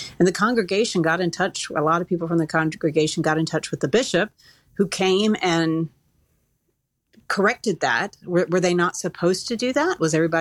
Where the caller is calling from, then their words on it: Massachusetts, United States; I'm calling from Massachusetts.